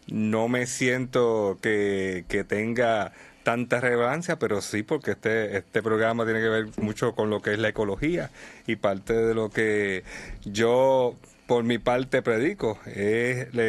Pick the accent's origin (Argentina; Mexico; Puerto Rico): Puerto Rico; Bayamón; Me crié en Bayamón, en Bayo Río Plantation